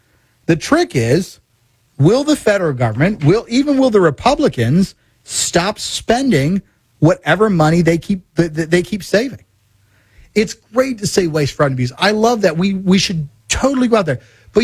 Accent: Missouri, United States; I'm from Missouri. We've had our own situation.

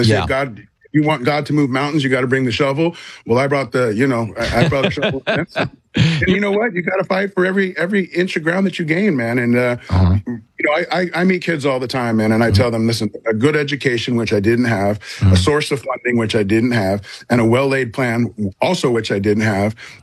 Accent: Hollywood, California, United States; I grew up in Hollywood in the San Fernando Valley

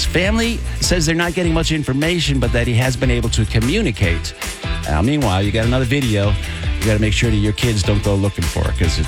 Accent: Boston, Massachusetts, United States; I'm from Boston, where lobster is serious stuff

